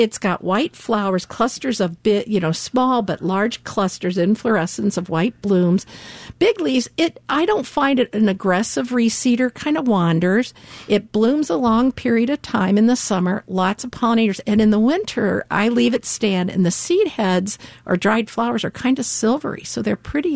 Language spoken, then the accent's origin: English; Ohio, United States; I grew up in Ohio